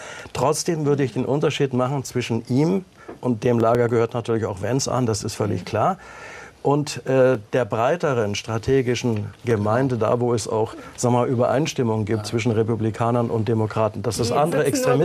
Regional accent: Germany

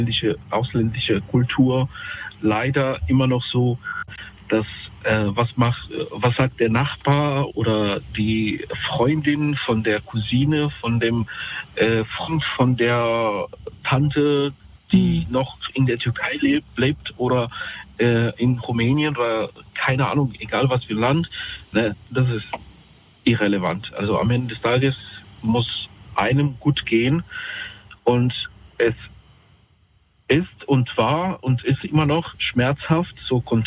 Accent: Mainz, Rhineland-Palatinate, Germany; Also ich komme aus Mainz, ne, sagen wir mal Platz 1 in Mainz

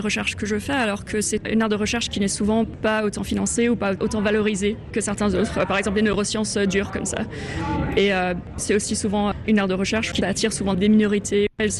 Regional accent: France; moved away as an adult; also born or lived in Switzerland / United Kingdom; Je suis née en Suisse et j'ai passé mes 4 premières années en Suisse, puis en France plus ou moins jusqu'au lycée. Après, je suis allée faire une grande partie de mes études supérieures au Royaume-Uni. J'ai passé à peu près les 15 dernières années au Royaume-Uni.

